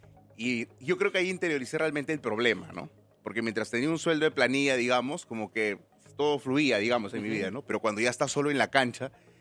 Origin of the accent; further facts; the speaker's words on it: Lima, Peru; yo vengo de Villa El Salvador, ¿no? De abajo